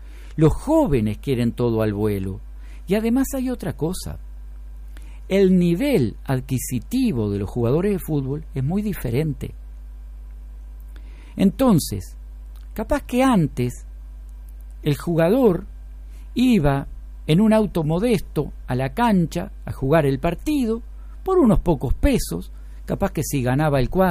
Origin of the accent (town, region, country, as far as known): Uruguay